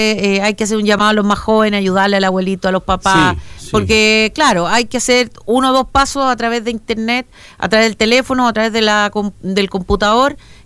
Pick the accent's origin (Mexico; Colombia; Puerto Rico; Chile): Chile; nosotros como chilenos tenemos derechos, pero también tenemos deberes.